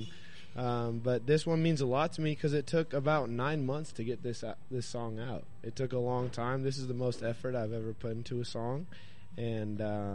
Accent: Gladstone, Oregon, United States; also born or lived in Portland; I was raised in, yeah, the Gladstone, Oak Grove, Milwaukee

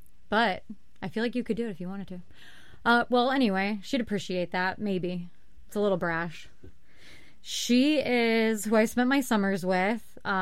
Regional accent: Arizona, United States; But we're from Arizona, so driving long distances is like a thing for us.

